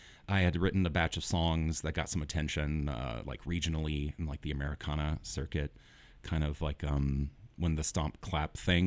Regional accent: Midwest, United States; born there; now in Nashville, United States; being a Midwesterner at birth.

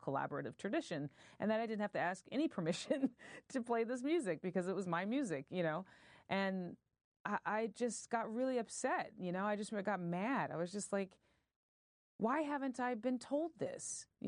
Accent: North Carolina, United States; I've born and raised in North Carolina. But anyway, that's you know, that's another thing. So I just grew up, you know, as a Southerner

